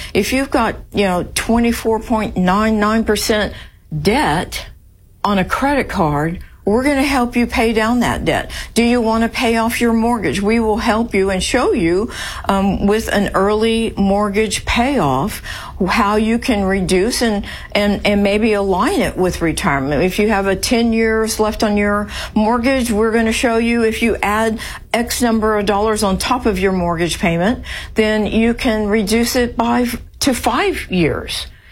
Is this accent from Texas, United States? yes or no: yes; San Antonio, Texas, United States; I was born in San Antonio. I'm a fifth generation Texan. We're deep rooted.